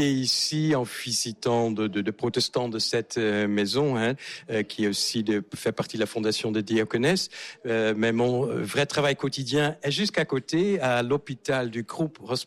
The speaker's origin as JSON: {"language": "French", "country": "Netherlands", "second_language": "French", "moved": "as an adult", "lives_now": "France", "said": "Tout à fait, que j'ai pas perdu depuis les 35 ans que je suis en France. Je suis néerlandais et donc venu il y a 35 ans en France. J'ai fait une formation à Amsterdam d'universitaire pendant 5 ans"}